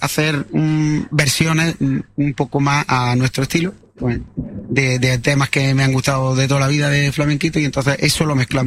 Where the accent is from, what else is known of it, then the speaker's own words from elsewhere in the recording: Linares, Andalusia, Spain; now in Almería, Spain; Yo soy almeriense de adopción. Yo soy de Linares, de Jaén. Llevo aquí viviendo ya 25 años.